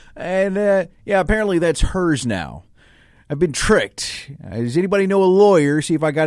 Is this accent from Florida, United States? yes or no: yes; Florida, United States; moved away; I'm from Florida.